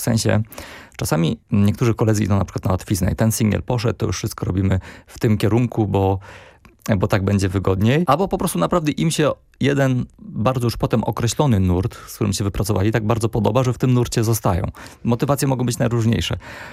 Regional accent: Berlin, Germany; now in Poland; ja wychowałem się w Niemczech, w Berlinie.

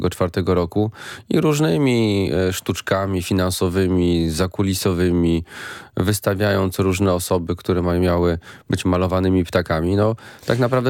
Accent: Warsaw, Masovian Voivodeship, Poland; Jestem warszawiakiem

